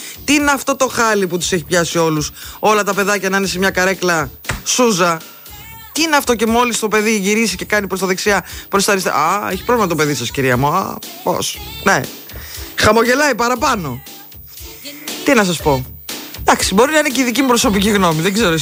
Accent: Preveza, Epirus, Greece; Πετρετζίκης με την Πρέβεζα. Και ήμουνα εκείνη την ώρα, δεν ήθελα να ακούσω τίποτα. Ναι, γιατί έβλεπα την πατρίδα μου, εκεί που περπάτησα, εκεί που μεγάλωσα κτλ.

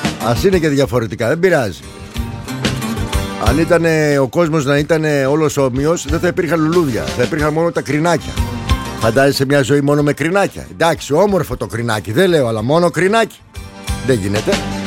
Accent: Greece; Επειδή είμαστε Έλληνες, δεν είμαστε Ευρωπαίοι.

